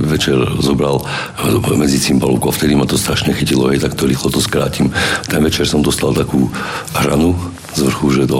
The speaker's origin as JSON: {"language": "Slovak", "town": "Zvolen", "region": "Banská Bystrica Region", "country": "Slovakia", "tie": "born or raised there", "also_born_or_lived": "Prague", "moved": "as an adult", "lives_now": "Levice, Slovakia", "said": "Áno, pochádzam zo stredného Slovenska, pochádzam konkrétne zo Zvolena. Tam som vyrastal a potom v 32 rokoch som odišiel do Prahy, kde som bol vlastne doteraz pred 2 rokmi som sa vrátil a teraz žijem v Leviciach."}